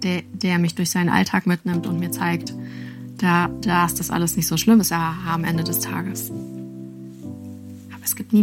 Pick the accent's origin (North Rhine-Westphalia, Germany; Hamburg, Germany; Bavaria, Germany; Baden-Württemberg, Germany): North Rhine-Westphalia, Germany; Cologne; accent: Singsang; Und ich komme aus Köln. Das ist halt dieser Singsang.